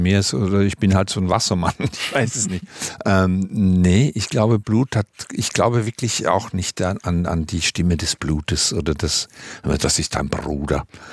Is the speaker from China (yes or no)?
no; Switzerland; ich habe als Kind aufgewachsen in der Schweiz, eben auch in diesen sehr miefigen 60er Jahren.